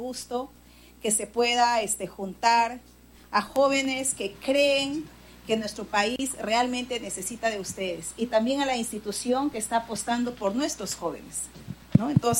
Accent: San Martín, Peru; Yo tengo 51 años, de la que me siento sumamente orgullosa. He estado en política, como decimos en mi pueblo, desde muy huambra, porque yo vengo de la región San Martín, zona selva

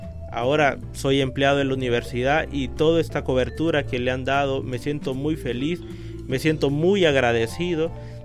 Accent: Honduras; en mi región, en mi país

